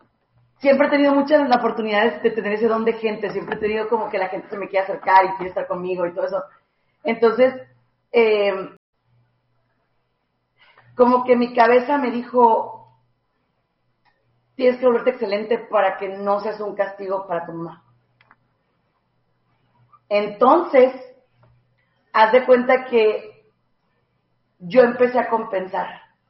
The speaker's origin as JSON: {"language": "Spanish", "town": "Jerez", "region": "Zacatecas", "country": "Mexico", "said": "Nosotros somos de Zacatecas, allá en Jerez."}